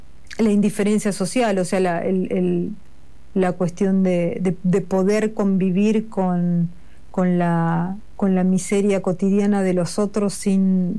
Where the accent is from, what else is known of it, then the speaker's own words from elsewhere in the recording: Argentina; Yo creo que la clase media argentina, que es lo que más conozco porque a la que más pertenezco